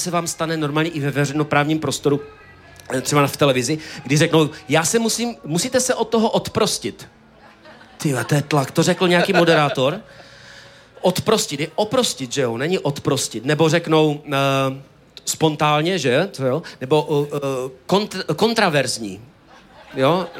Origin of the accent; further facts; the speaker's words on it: Ostrava, Moravian-Silesian Region, Czechia; když jsem Ostravák